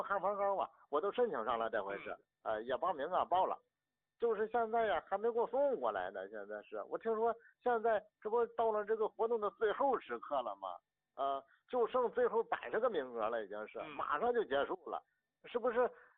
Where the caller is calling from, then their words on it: Shijiazhuang, Hebei, China; 哎，我那是河北石家庄的。